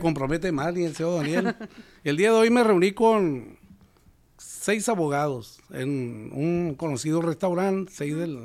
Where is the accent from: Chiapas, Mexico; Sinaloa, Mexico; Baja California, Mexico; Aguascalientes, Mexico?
Sinaloa, Mexico; Villa Juárez; born there; el día de hoy estuve en mi tierra.